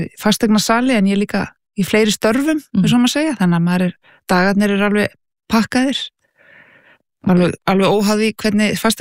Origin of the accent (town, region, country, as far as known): Reykjavík, Capital Region, Iceland; born or raised there